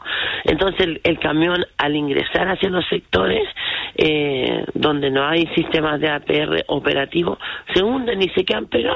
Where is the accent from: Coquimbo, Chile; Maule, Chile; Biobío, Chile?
Coquimbo, Chile; Quilitapia; En Quilitapia, mi pueblo, ahí creo que fue la mayor pluviometría de aquí de la comuna, que fueron 519 milímetros.